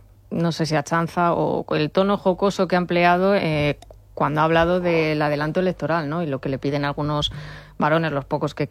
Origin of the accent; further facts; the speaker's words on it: Spain; somos los españoles así por tradición